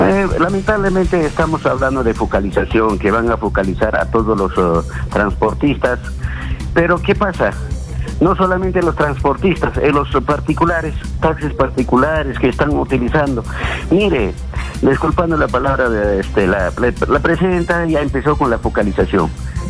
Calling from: Apurímac, Peru; desde Apurímac.

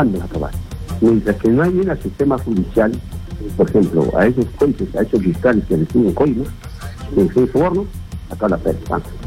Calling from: Lima, Peru; Yo vivo en Huasca.

